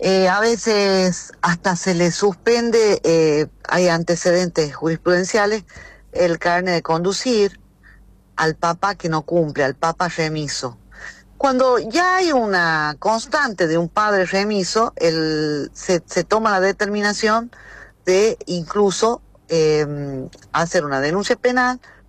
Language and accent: Spanish; Chilecito, La Rioja, Argentina; moved away; Yo soy de Chilecito, extraño Chilecito, amo mi ciudad